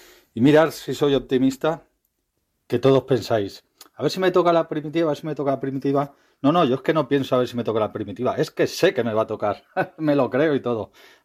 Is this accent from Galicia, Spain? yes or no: no; Valencia, Valencian Community, Spain; Buenas noches, fareros y fareras. … de Valencia